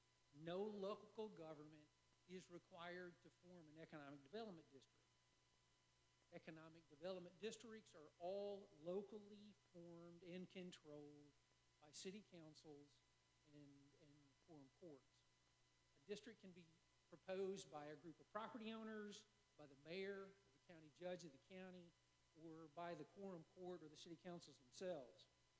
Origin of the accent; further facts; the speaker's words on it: DeWitt, Arkansas, United States; now in Little Rock, United States; I grew up in DeWitt, and my folks still live down there, so I feel like I've got a good bit of Arkansas County still left in me.